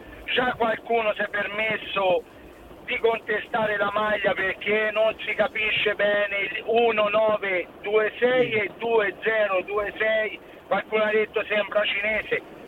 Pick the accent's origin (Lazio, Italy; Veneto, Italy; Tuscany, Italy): Tuscany, Italy; Allora, parlando da toscano, sicuramente le cose lasciano un po' il tempo che trovano